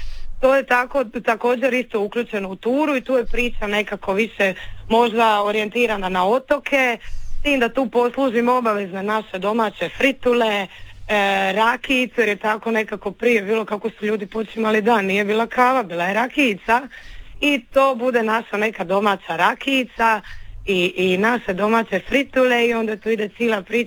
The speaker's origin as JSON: {"language": "Croatian", "region": "Dalmatia", "country": "Croatia", "said": "mi smo Dalmatinci"}